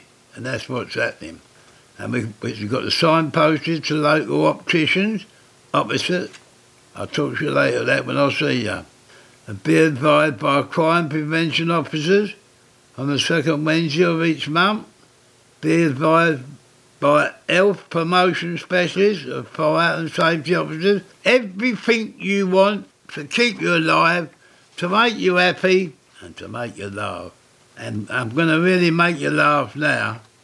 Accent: Deptford, London, United Kingdom; born there; Oh, by the way, I was born in Deptford, as I told you, all them years and years ago, 80 years ago. And I still love it. I still love Deptford, believe me. And that's why I've stuck to Deptford all my life.

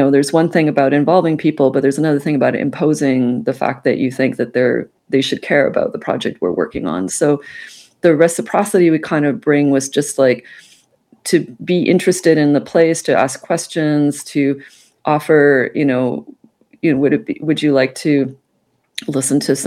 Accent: Vancouver, British Columbia, Canada; now in Santa Cruz, United States; growing up in Vancouver and currently in Santa Cruz.

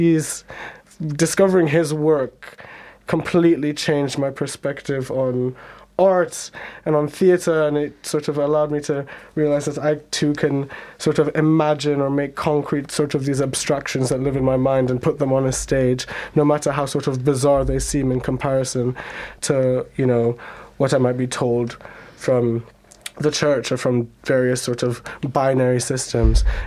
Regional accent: Jamaica; so I grew up in Jamaica, and first I want to send thoughts and prayers to everybody on the island because of the hurricane, Hurricane Melissa, that just went through it.

